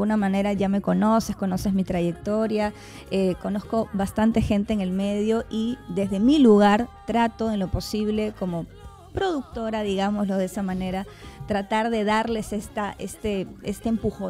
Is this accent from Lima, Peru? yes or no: yes; Lima, Peru; yo vengo de San Martín de Porres. Entonces yo creo que esa carga que me dio la calle, el barrio, el haber crecido en un espacio así